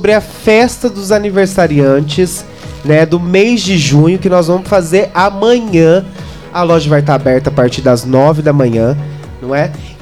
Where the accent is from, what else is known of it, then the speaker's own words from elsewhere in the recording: Ribeirão Preto, São Paulo, Brazil; moved away; eu sou de Ribeirão Preto